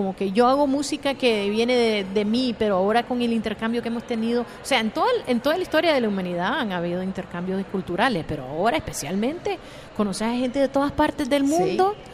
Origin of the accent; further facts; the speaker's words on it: United States; born there; yo vengo de la comunidad inmigrante, mis padres pasaron por todo eso. Yo gracias a Dios nací en los Estados Unidos